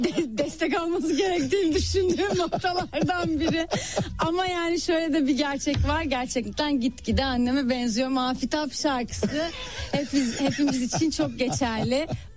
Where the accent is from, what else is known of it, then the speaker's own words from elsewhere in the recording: İzmir, Turkey; Ne bileyim, İzmirliyim işte.